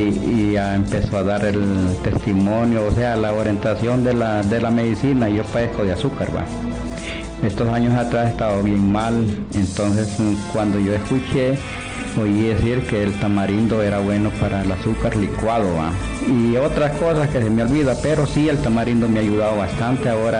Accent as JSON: {"language": "Spanish", "town": "Esquías", "region": "Comayagua", "country": "Honduras", "said": "Yo vengo de Esquías."}